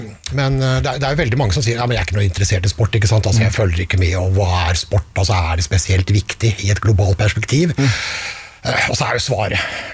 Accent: Hamar, Innlandet, Norway; altså jeg er jo fra Hamar, så der er vi interessert i puck også.

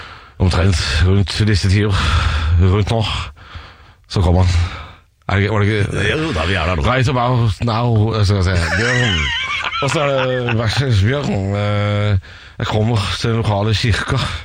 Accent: Drammen, Buskerud, Norway; moved away; men så vokste jeg på Åsia, så jeg vokste opp i Drammen kommune, altså.

